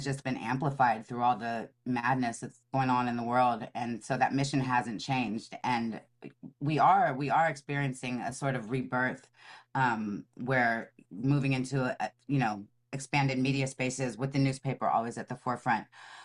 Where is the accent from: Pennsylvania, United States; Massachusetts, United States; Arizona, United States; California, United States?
California, United States; the Bay Area; moved away as an adult; also born or lived in Los Angeles; I'm from the Bay, but I lived in LA for a long time.